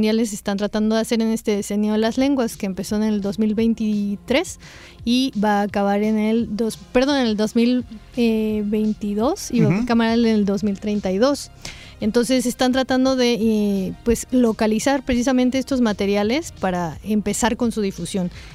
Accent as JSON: {"language": "Spanish", "town": "Río Blanco", "region": "Veracruz", "country": "Mexico", "said": "ahí de donde yo soy, de la zona de Orizaba, no específicamente en Río Blanco, sino ahí en Orizaba, Veracruz"}